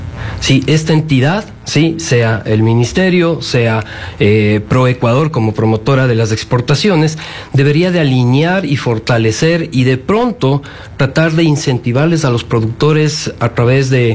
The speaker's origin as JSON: {"language": "Spanish", "country": "Ecuador", "said": "nosotros como ecuatorianos"}